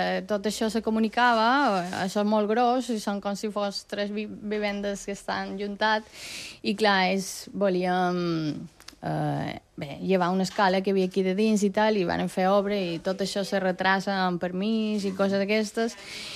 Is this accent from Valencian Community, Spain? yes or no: no; León, Castile and León, Spain; now in Pollença, Spain; Jo no som pollencina, jo fa 26 anys que visc aquí a Pollença, jo som de León